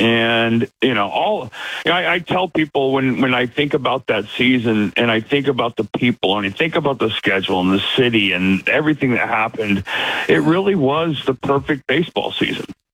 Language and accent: English; Arizona, United States; moved away; also born or lived in Alaska; I was born in Alaska. I grew up in Arizona, so I was coming home.